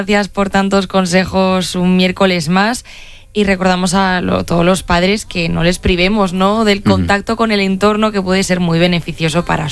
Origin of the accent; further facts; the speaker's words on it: Ponferrada, Castile and León, Spain; now in Mallorca, Spain